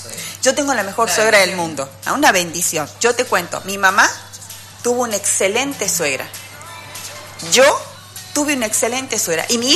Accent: Salta, Argentina; accent: salteña; moved away as an adult; also born or lived in Córdoba, Argentina; now in Bolivia; Pero me crié en Salta, sí, por eso tengo tonada salteña. Estudié Ingeniería en Recursos y Naturales y Medio Ambiente en la Universidad Nacional, en Salta

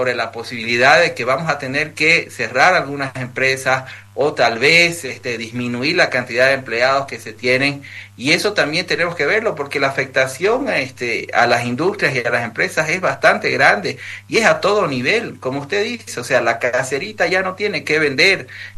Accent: La Paz, Bolivia

